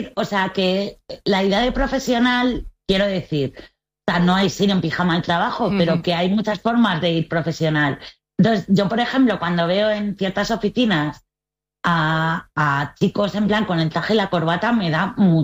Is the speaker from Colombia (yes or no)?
no; Spain; Yo mi orterismo no lo veo tan hortera porque yo soy española